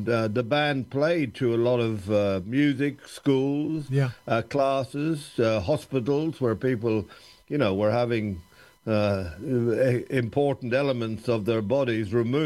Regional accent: Ireland; I come from Ireland, where it's always had a history of difficulty with the northern part of the country based on religion.

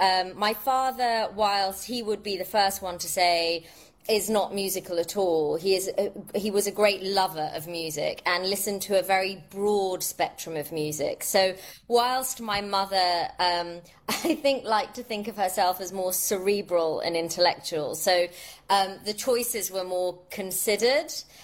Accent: London, United Kingdom; I'm born and brought up in London. My parents are Indian. So I often describe myself as a Londoner with Indian blood.

